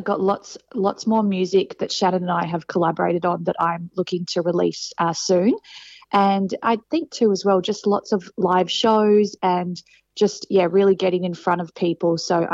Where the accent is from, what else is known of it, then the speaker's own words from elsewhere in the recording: Katherine, Northern Territory, Australia; moved away; also born or lived in Brisbane / Sydney; I grew up in Katherine in the Northern Territory, and I grew up obviously very remote